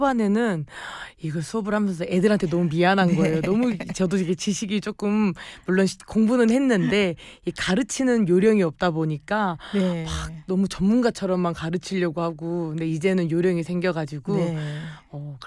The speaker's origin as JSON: {"language": "Korean", "town": "Jeonju", "region": "North Jeolla", "country": "South Korea"}